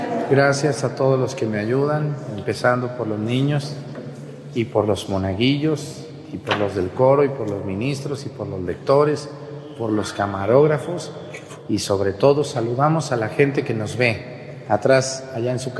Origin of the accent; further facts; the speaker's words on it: Mexticacán, Jalisco, Mexico; ahí en mi pueblo, en Mexicacán.